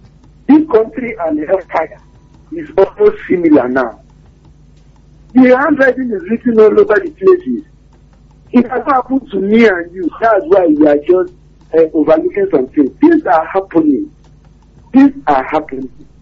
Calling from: Oluwole, Lagos, Nigeria; calling from Oluwole.

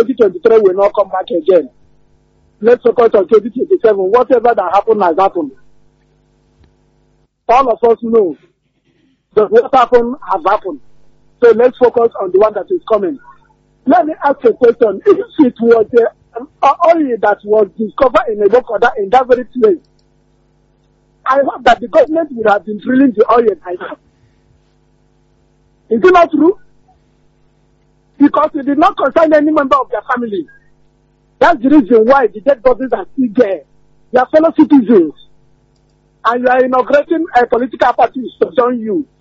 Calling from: Ibadan, Oyo, Nigeria; I'm calling from Ibadan here.

